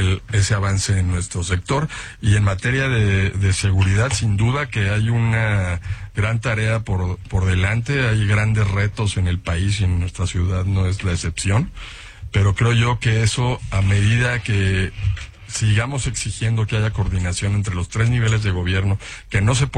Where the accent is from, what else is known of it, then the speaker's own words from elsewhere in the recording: Mexico; como ciudadano, como mexicano